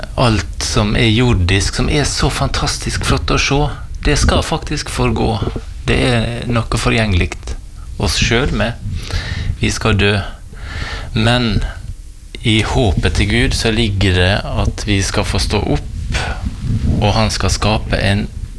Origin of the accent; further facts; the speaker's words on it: Valderøya, Møre og Romsdal, Norway; moved away; also born or lived in Trøndelag; Opprinnelig så kommer jeg fra Valdrøya. Jeg har fire barn og en kone. Alle ungene snakker trøndersk, og det kommer nok av at vi har bodd der oppe i 20 år.